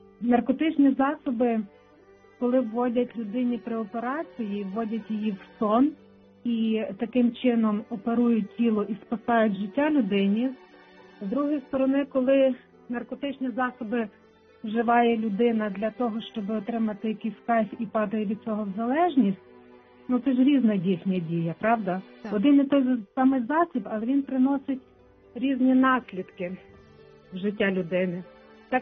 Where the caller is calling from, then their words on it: Ivano-Frankivsk Oblast, Ukraine; я з Прикарпаття, з Івано-Франківської області.